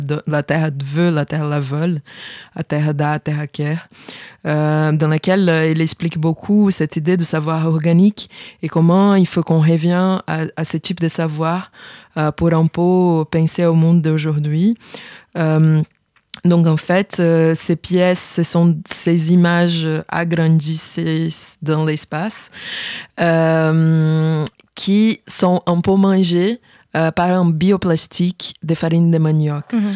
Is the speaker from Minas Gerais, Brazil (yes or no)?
no; Rio de Janeiro, Brazil; French is a second language; ça s'appelle la France Antarctique, qui c'est un voyage d'exploration qui est arrivé à chez moi, à Rio de Janeiro.